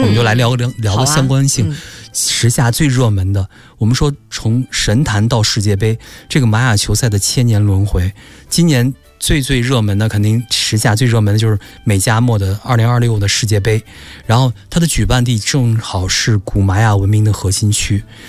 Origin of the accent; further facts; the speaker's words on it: China; 我们中国人都应该更容易引起共鸣